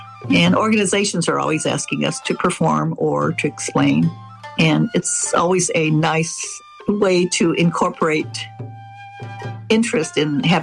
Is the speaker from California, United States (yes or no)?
yes; San Jose, California, United States; San Jose, where I'm from, my hometown, is unique in that we may have, we probably have the largest Obon dance festival.